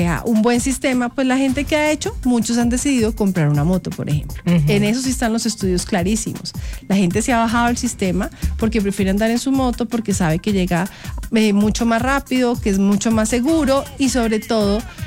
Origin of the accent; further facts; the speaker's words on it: Bogotá, Colombia; porque somos los bogotanos con nuestros impuestos los que tenemos que salir a mirar cómo pagamos el déficit que hoy tiene Transmilenio.